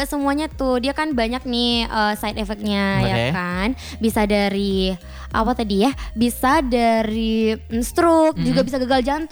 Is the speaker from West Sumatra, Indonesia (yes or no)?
yes; West Sumatra, Indonesia; kita orang Sumatera Barat ya biasanya makannya santan